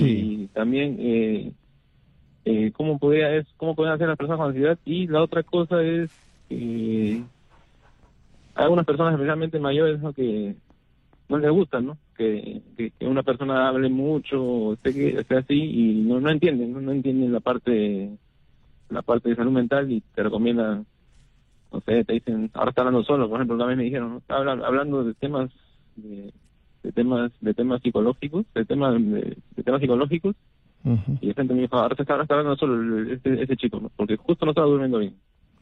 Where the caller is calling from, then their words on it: Lima, Peru; lo llamo desde San Juan de Miraflores, cerca del puente de Alipio.